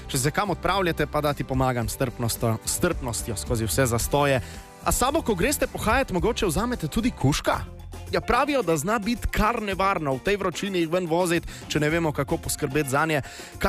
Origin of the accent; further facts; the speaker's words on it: Slovenian Littoral, Slovenia; Odlični vozniki smo očitno Primorci